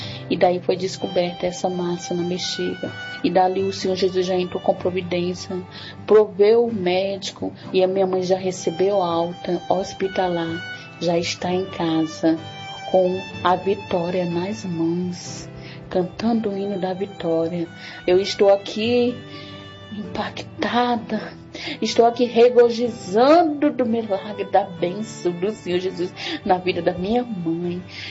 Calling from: Rio Branco, Acre, Brazil; Eu falo de Rio Branco, no Acre.

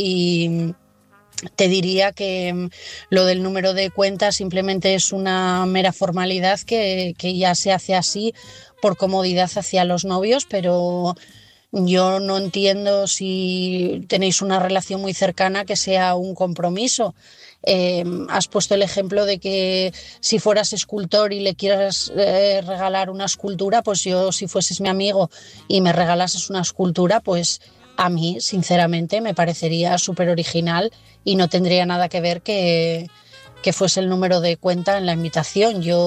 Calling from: Asturias, Spain; de Asturias y mi mensaje esta noche es para Javier.

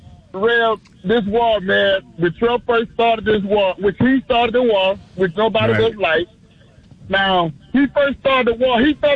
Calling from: Houston, Texas, United States; I'm from Houston, real.

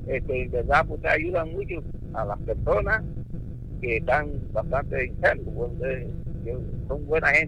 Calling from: Panamá, Panama; De aquí, de Gonzalillo

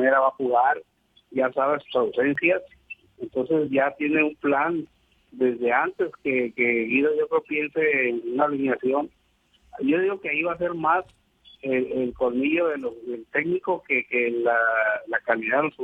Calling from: Escobedo, Nuevo León, Mexico; De acá, de Escobedo, Nuevo León.

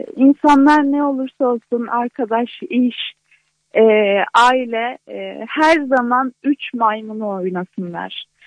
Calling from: Ankara, Turkey; ben Ankara'dan.

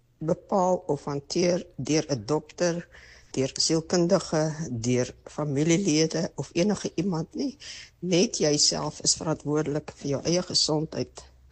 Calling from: Pretoria, Gauteng, South Africa; ek is hier van Pretoria Oos.

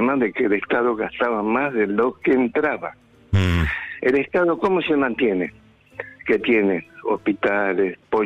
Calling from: Brandsen, Buenos Aires Province, Argentina; De Bransen.

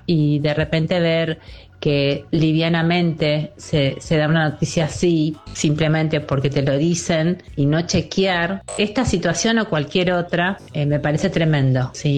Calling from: General Rodríguez, Buenos Aires Province, Argentina; soy de General Rodríguez

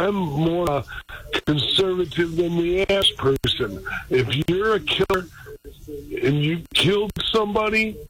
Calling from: Detroit, Michigan, United States; Anyway, but I am here, and I'm from Detroit.

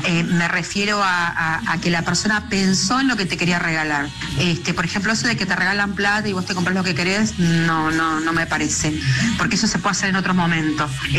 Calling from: Punta Alta, Buenos Aires Province, Argentina; soy de Punta Alta.

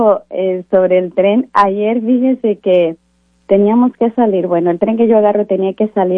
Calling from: Seattle, Washington, United States; Yo estoy en Seattle.

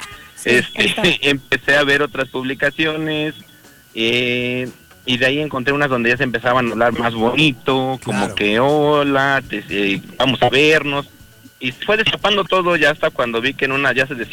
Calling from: Mexico City, Mexico; del meritito Tlalpan.

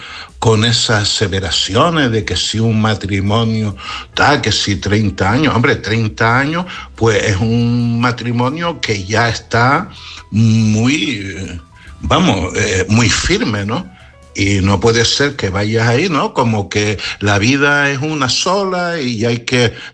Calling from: Canary Islands, Spain; desde Gran Canaria.

